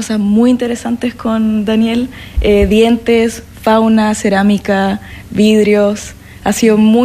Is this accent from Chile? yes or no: yes; Chile; Yo vengo de Chile, de la Universidad Andrés Bello, de parte del Laboratorio de Estudios Clásicos